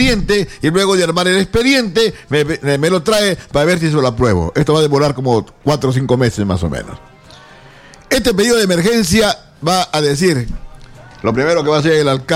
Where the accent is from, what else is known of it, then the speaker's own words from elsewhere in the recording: Peru; En el Perú somos más vivos que pasados a ser, en el Perú somos recontravivos.